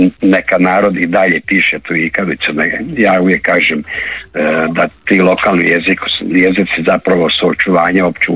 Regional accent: Croatia; Kod nas u Hrvatskoj

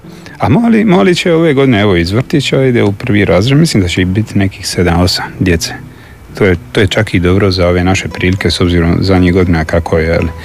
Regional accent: Lastovo, Dubrovnik-Neretva County, Croatia; to je moj rodni kraj.

